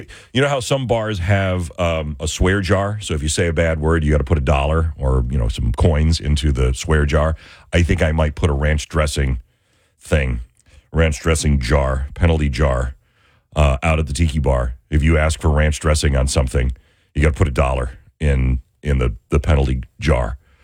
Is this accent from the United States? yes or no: yes; Buffalo, New York, United States; I grew up in the Buffalo area